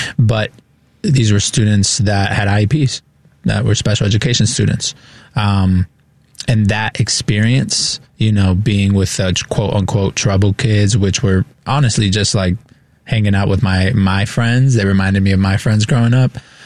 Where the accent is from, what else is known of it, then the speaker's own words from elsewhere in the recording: Chicago, Illinois, United States; I was born and raised in Pilsen, so to two working immigrant parents. My mom cleaned houses. My dad was a truck driver.